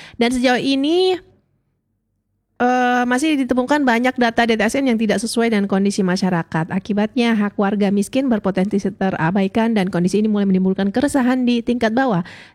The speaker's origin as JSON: {"language": "Indonesian", "area": "Madura", "region": "East Java", "country": "Indonesia", "said": "buat kita warga Madura"}